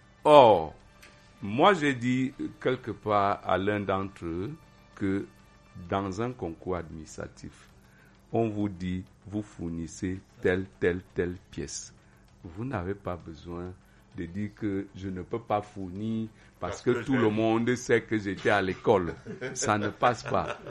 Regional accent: Cameroon; on est Camerounais

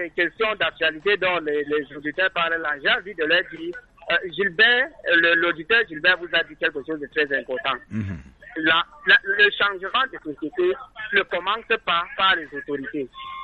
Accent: Cameroon; Chez nous au Cameroun

